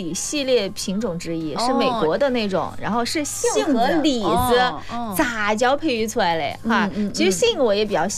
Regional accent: Sichuan, China

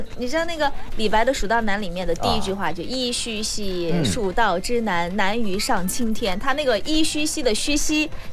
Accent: Sichuan, China; accent: Sichuanese; 我们四川人是不是很喜欢说耶？

